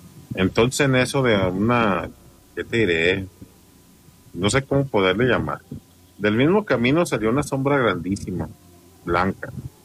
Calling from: Mexico; Yo soy de México. Yo vivo en Michoacán

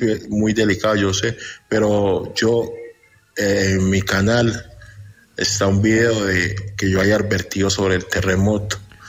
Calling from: Medellín, Antioquia, Colombia; yo soy acá en Medellín.

